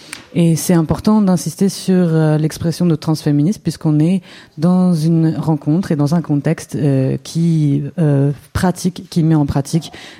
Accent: Brazil; Salut, bonsoir … je viens du Brésil.

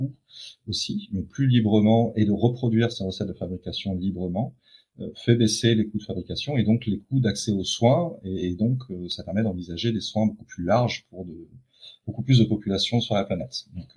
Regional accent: Brittany, France; moved away; Je suis breton, revenu vivre en Bretagne.

